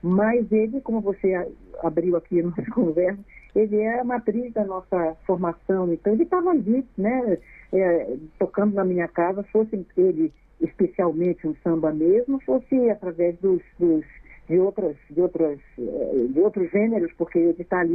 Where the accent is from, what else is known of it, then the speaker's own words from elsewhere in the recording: Brasília, Federal District, Brazil; Olá, Brasília, minha terra que eu adoro, onde eu adoro cantar e muito feliz de falar com a Rádio Nacional da Amazônia pela primeira vez.